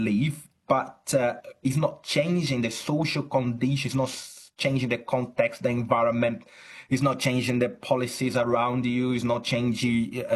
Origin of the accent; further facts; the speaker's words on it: Brazil; now in United Kingdom; I'm originally from Brazil, though I'm academic in at the University of Chichester in the UK. I see a lot of that also in Brazil.